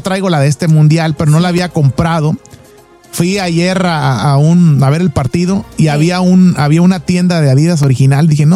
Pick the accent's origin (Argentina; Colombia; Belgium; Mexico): Mexico; para que sepan que soy mexicano.